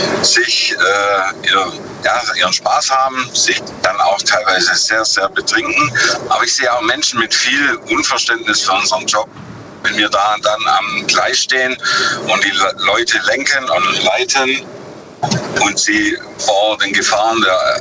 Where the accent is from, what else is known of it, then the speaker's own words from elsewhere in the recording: Lenningen, Baden-Württemberg, Germany; Ich bin aus Lenningen.